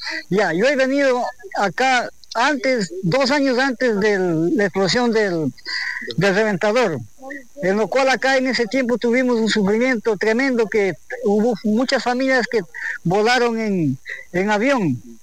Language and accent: Spanish; Bolívar, Ecuador; soy una persona de mi tierra natal, es la provincia de Bolívar, entre la Bolívar y los ríos, el mismo que vengo por acá por motivos de trabajo